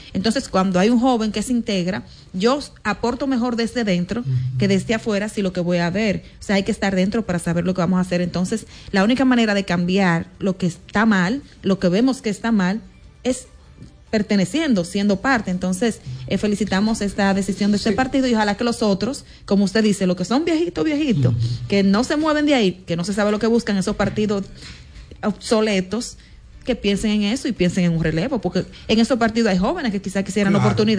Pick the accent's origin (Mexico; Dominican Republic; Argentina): Dominican Republic; los dominicanos, yo soy dominicana, me incluyo